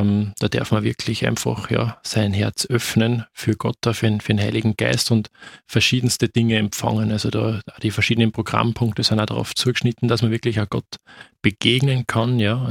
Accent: Upper Austria, Austria

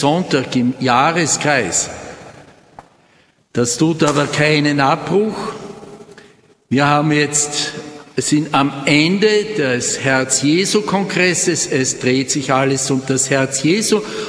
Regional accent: Vienna, Austria; now in Styria, Austria; Mich als gebürtiger Wiener, aber Priester der Diözese Innsbruck

